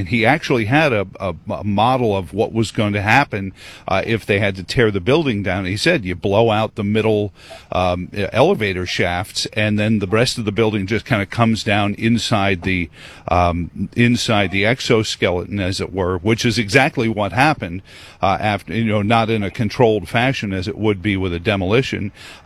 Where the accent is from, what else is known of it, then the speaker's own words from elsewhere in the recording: New York, United States; growing up in New York, I have an interesting view of this, and being somewhat of a nerdy kid